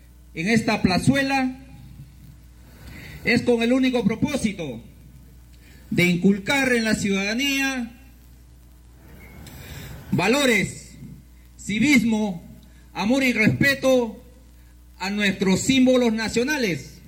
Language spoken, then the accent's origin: Spanish; Peru; Todos somos peruanos